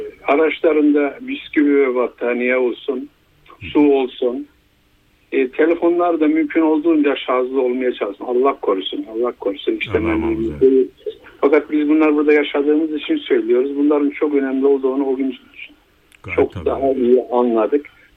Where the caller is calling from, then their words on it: Kahramanmaraş, Turkey; ben Kahramanmaraş'tan arıyorum